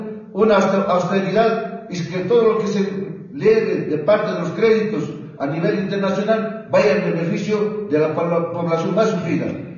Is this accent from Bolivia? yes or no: yes; El Alto, La Paz, Bolivia; nosotros que somos de la Ciudad del Alto